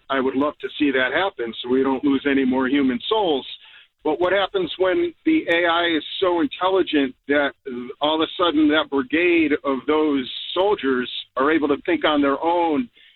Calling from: Connecticut, United States; I'm from Connecticut, and I'm a courier.

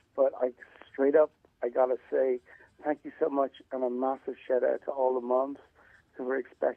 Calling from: Arizona, United States; Calling from Arizona, sir.

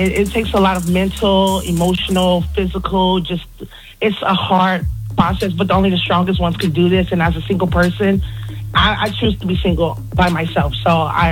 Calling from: Houston, Texas, United States; I'm calling from H-Town, Texas.

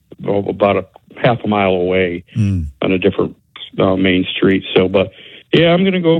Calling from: Pensacola, Florida, United States; I'm calling from Pensacola.

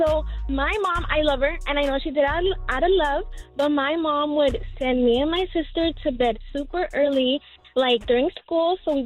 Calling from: Anaheim, California, United States; I'm calling from Anaheim.

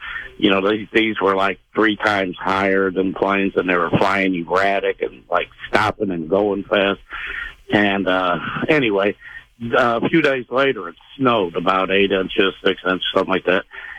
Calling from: St. Louis, Missouri, United States; I've lived in St. Louis 50-something years, so I know I've lived by Lambert Airport.

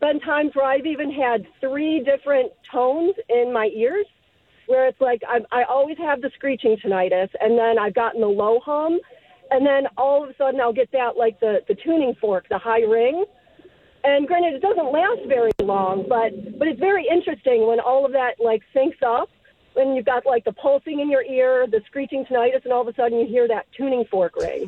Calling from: Jacksonville, Florida, United States; I'm from sunny Jacksonville, Florida.

